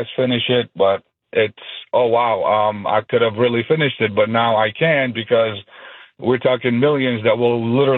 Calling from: Glenview, Illinois, United States; I'm from Glenview

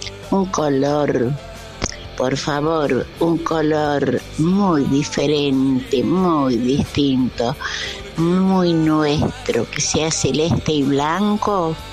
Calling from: El Palomar, Buenos Aires Province, Argentina; del Palomar.

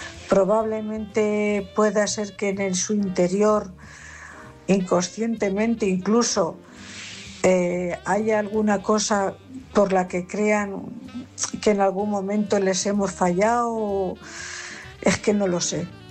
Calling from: Cuenca, Castilla-La Mancha, Spain; Buenas noches … corresponsal de Cuenca.

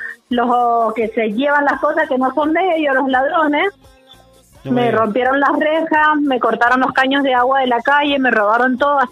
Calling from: Godoy Cruz, Mendoza, Argentina; de Godoy Cruz.

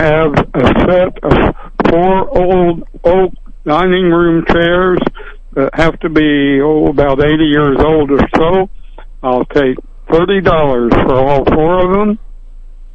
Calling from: Norborne, Missouri, United States

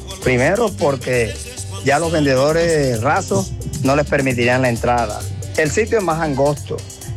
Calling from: Barranquilla, Atlántico, Colombia; como barranquillero

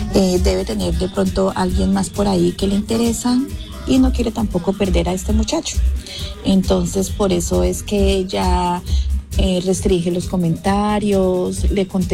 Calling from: Santiago, Santiago Metropolitan Region, Chile; Te hablo desde Santiago de Chile.

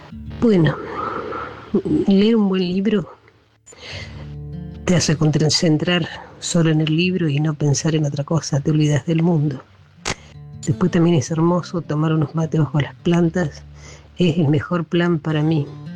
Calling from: Coronel Suárez, Buenos Aires Province, Argentina; de Coronel Suárez.

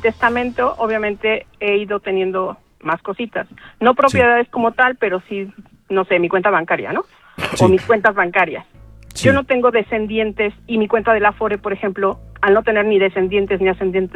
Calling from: Mexico City, Mexico; De la CDMX.

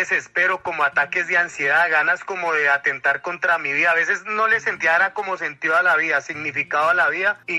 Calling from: Tunja, Boyacá, Colombia; De Tunja, Boyacá

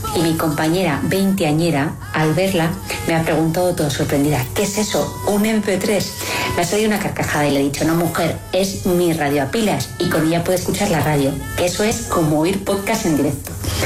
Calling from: Vitoria-Gasteiz, Basque Country, Spain; de Vitoria.

